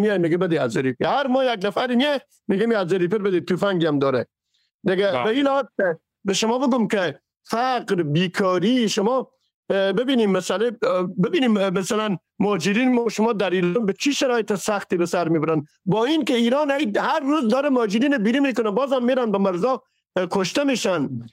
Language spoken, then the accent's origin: Persian; Herat, Afghanistan; همین امروز به شمول شخص خودمه که از هرات هستم